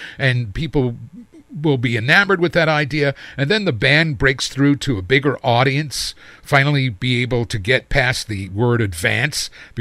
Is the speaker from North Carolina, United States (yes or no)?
no; New York City, New York, United States; He was from Brooklyn. I was from the Bronx.